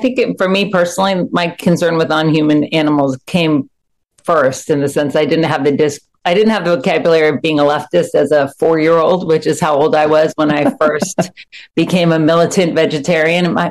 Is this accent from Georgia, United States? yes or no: yes; Athens, Georgia, United States; moved away; And as I got older and I left Georgia, I grew up in Athens, Georgia. I got introduced as a teenager to socialism, to democratic socialism, to more economic and materialist critique.